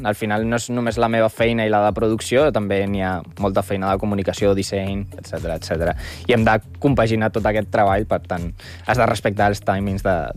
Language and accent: Catalan; Basque Country, Spain; moved away as an adult; now in Barcelona, Spain; jo vaig arribar a Barcelona fa 7 anys, perquè jo soc del País Basc